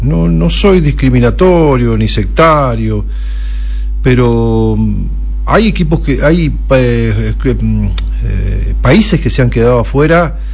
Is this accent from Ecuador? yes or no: no; Argentina